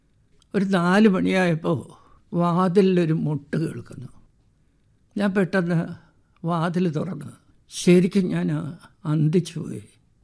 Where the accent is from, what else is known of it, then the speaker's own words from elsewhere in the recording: Thiruvananthapuram, Kerala, India; now in Kozhikode, India; ഞാൻ തിരുവനന്തപുരത്തുകാരനാണ്. കോഴിക്കോട്ട് വന്നപ്പോൾ എഴുതി തുടങ്ങിയ ഒരു ചെറുപ്പക്കാരനായ എന്നെ കാണാൻ ഈ വലിയ എഴുത്തുകാർ എങ്ങനെ എൻ്റെ റൂം അന്വേഷിച്ചെത്തി